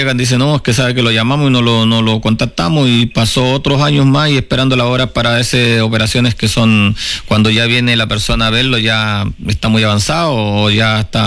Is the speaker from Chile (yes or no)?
yes; Illapel, Coquimbo, Chile; yo soy presidente de la Comisión de Salud en nuestra comuna de Illapel.